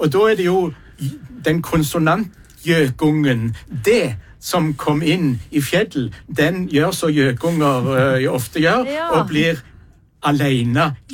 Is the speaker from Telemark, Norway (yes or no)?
no; Rogaland, Norway; dette selvsagt ikke bare et Rogalandsfenomen, men jeg brukte heimfylket mitt som eksempel